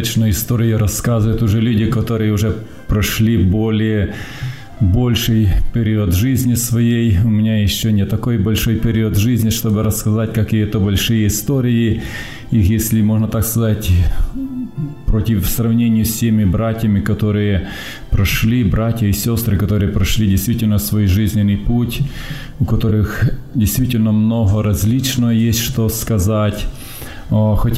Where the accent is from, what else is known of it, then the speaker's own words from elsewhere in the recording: Vinnytsia Oblast, Ukraine; moved away; откуда ты приехал? Ну, я говорю, с Украины, Винницкая область.